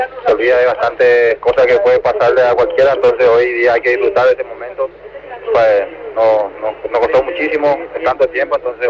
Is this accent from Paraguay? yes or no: yes; Paraguay